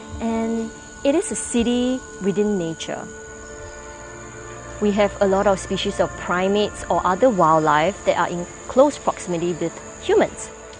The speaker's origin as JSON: {"language": "English", "country": "Singapore", "said": "I'm a Singaporean, I'm from here."}